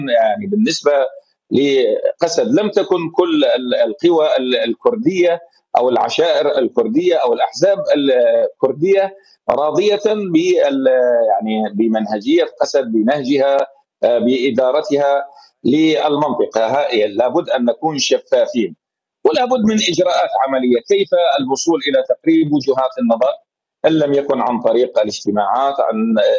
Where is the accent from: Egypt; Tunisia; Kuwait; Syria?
Syria; نحن كسوريين